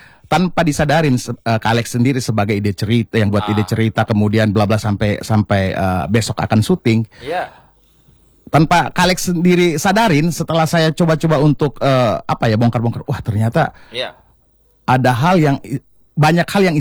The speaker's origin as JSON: {"language": "Indonesian", "town": "Kolaka", "region": "Southeast Sulawesi", "country": "Indonesia", "said": "Saya ini kan dari Kolaka."}